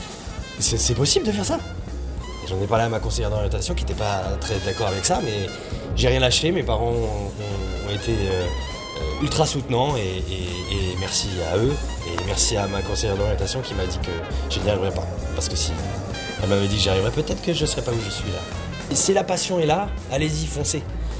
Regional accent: Troyes, Grand Est, France; moved away as an adult; also born or lived in Sainte-Maure / Bréviandes; now in Paris, France; je suis troyen à l'origine. J'étais à Sainte-Maure, puis à Bréviande, puis à Troyes

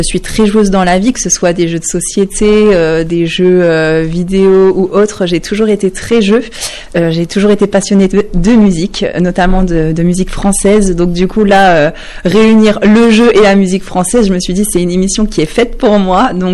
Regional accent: Grand Est, France; Ah, je suis du Ucigny, j'y tiens.

